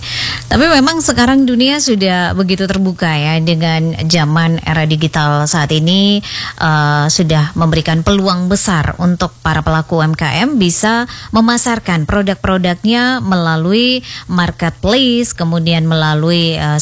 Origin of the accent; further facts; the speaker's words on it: East Nusa Tenggara, Indonesia; kita orang NTT